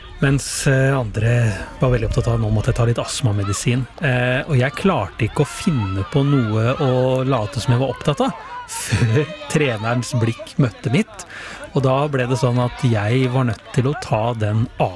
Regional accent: Porsgrunn, Telemark, Norway; Ja, altså, det var cup hjemme i Porsgrunn. Jeg var kanskje 11-12 år gammel, og vi fikk en avgjørende straffe på overtid.

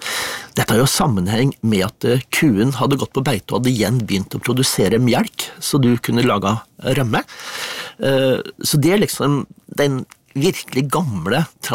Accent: Våler, Innlandet, Norway; da jeg vokste opp, altså jeg kommer fra Våler i Solør

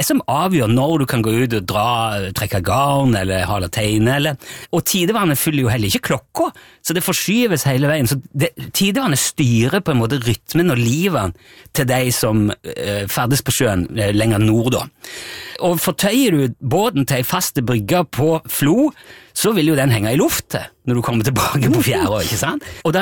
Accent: Egersund, Rogaland, Norway; jeg har vokst opp med et helt annet båtliv I Egersund enn hun har gjort I Namsos.

